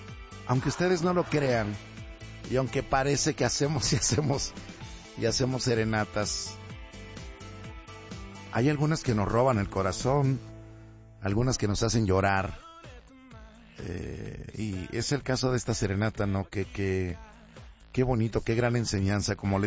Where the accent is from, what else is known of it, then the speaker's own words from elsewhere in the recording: Mexico City, Mexico; Soy nacido en el barrio de la Magdalena, Culhuacán, en Coyoacán.